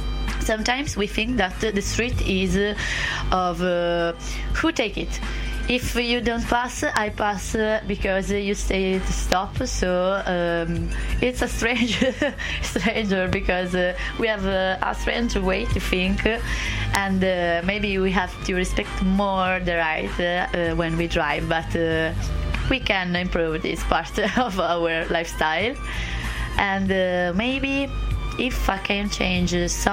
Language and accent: English; Catania, Sicily, Italy; English is a second language; moved away; I came from Catania near the volcano